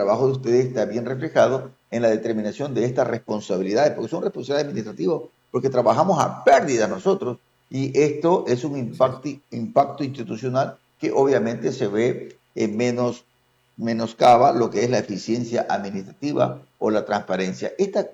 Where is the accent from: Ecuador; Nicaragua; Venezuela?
Ecuador; como ecuatorianos, porque tenemos una moneda, el dólar.